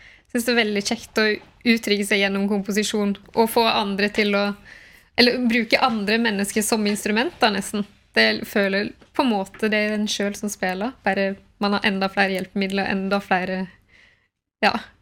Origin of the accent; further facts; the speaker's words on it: Breim, Vestland, Norway; Det finnes i Breim der jeg kommer fra.